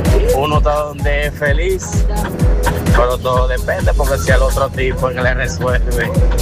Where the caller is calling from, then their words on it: San Juan de la Maguana, San Juan, Dominican Republic; Yo soy de San Juan de la Maguana.